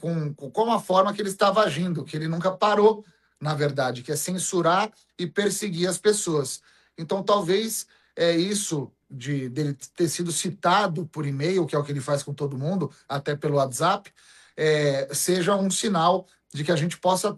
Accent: Brazil; Nós moramos no Brasil, nós somos brasileiros

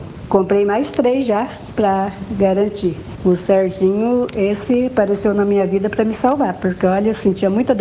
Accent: Santa Mariana, Paraná, Brazil; Sou de Santa Mariana

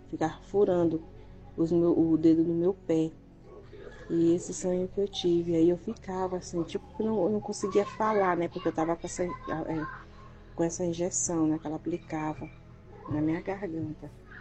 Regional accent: Maranhão, Brazil; moved away; na cidade onde eu fui criada

